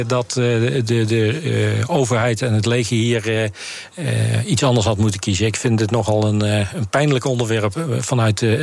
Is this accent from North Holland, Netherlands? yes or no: no; Nijmegen, Gelderland, Netherlands; Ik kom uit Nijmegen